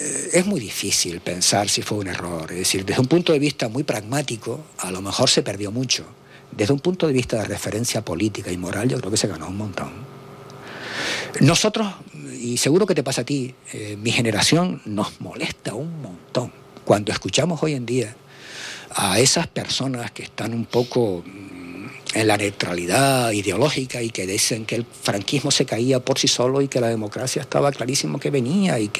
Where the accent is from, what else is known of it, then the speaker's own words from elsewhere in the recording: Canary Islands, Spain; como canario. Mira, mi generación cuando llegó de Madrid